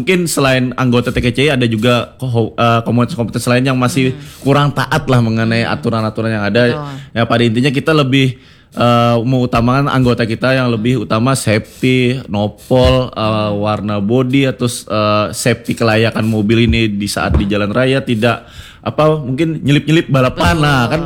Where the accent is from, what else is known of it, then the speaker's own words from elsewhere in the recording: Palangkaraya, Central Kalimantan, Indonesia; born there; khususnya Kalimantan karena kan saya memang kelahiran Palangkaraya kan.